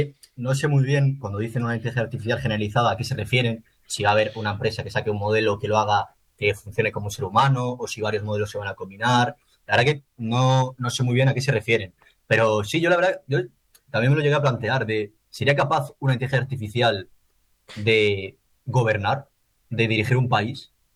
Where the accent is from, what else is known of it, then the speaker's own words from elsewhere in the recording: Galicia, Spain; yo soy de Galicia